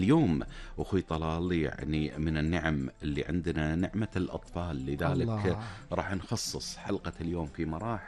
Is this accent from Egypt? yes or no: no; Kuwait; accent: Kuwaiti; حتى بلهجتنا الكويتيه الجميله